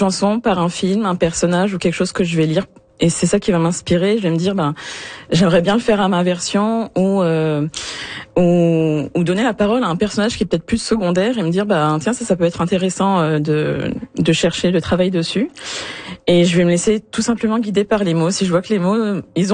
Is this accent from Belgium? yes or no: no; France; Ben, parce que je suis française